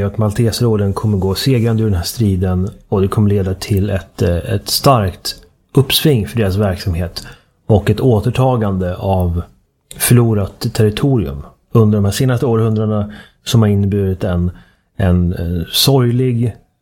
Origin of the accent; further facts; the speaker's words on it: Sweden; now in Malta; Som svensk så ser den väldigt bekant ut.